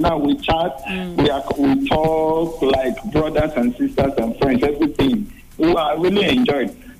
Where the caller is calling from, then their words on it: Asaba, Delta, Nigeria; I'm calling from Delta State.